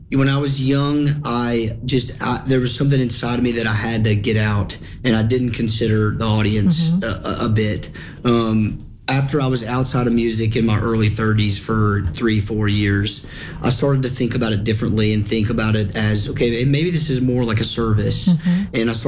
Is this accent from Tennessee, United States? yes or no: yes; Morristown, Tennessee, United States; I grew up in Morristown, Tennessee.